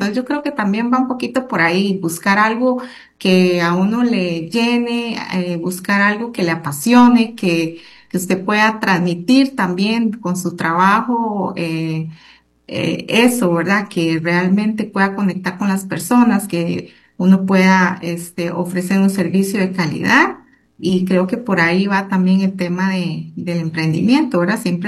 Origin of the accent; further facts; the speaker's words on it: Desamparados, San José, Costa Rica; Yo vengo de la zona de Desamparados, ¿verdad? Donde había pocas oportunidades